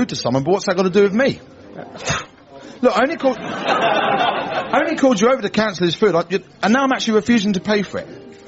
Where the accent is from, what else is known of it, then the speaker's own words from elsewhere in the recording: United Kingdom; because I'm British and I'd rather pay for a bowl of nearly new potatoes that I don't want than have to face any form of confrontation.